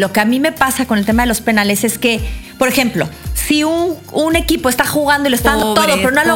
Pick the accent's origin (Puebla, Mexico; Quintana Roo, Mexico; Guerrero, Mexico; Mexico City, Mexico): Mexico City, Mexico; moved away; yo soy de Ciudad de México